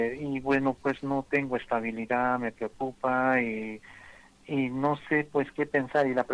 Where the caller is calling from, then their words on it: Arequipa, Peru; Yo vivo en Arequipa, ciudad de Arequipa.